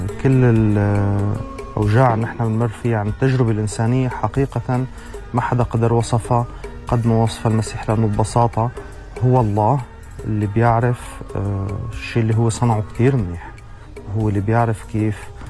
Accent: Syria; now in Europe; أنا سوري، أقيم حاليا في أوروبا

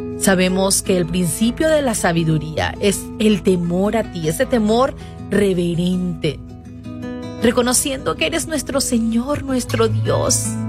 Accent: Venezuela; Venezuela, por mi patria. Padre bendito, te pido, Padre, que seas tú obrando en mi país

